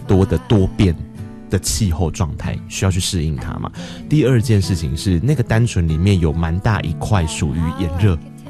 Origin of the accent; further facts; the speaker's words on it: Tainan, Taiwan; now in Taipei, Taiwan; 我作为一个台南人